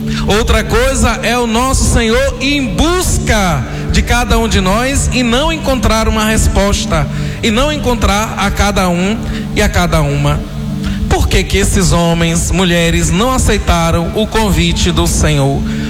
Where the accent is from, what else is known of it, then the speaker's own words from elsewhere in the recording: Bahia, Brazil; Para nós que somos baianos